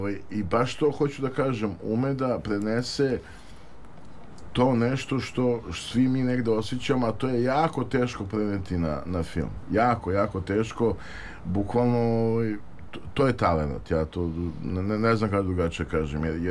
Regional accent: Belgrade, Serbia; jer sam odrastao na Fontani, mislim tu sam i rođen i išao osnovnu školu, kasnije u Zemunsku gimnaziju

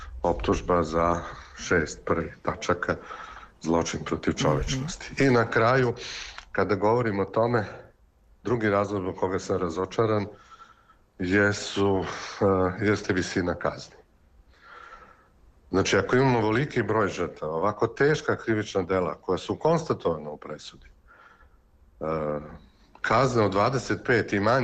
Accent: Pristina, Pristina District, Kosovo; moved away as an adult; s obzirom da sam rođen u Prištini i da sam živeo tamo do sredine 1999. godine

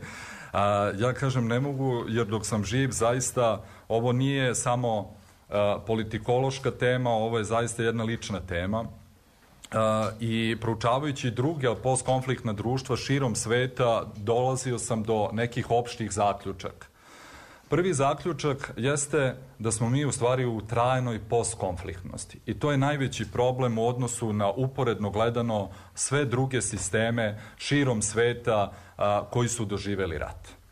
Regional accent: Pristina, Kosovo; born there; moved away; da sam rođen u Prištini, na Kosovu, da nažalost ne živim više na Kosovu, tu su još uvek moji roditelji

